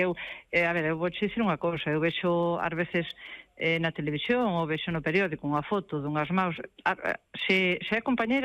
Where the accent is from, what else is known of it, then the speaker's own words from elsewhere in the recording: Arcos, Galicia, Spain; Eu considero que as miñas compañeiras do meu pobo de Arcos nin son millores nin peores que a min.